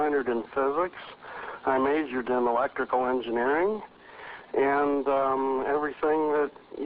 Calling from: Las Vegas, Nevada, United States

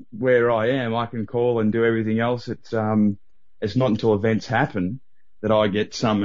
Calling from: Australia

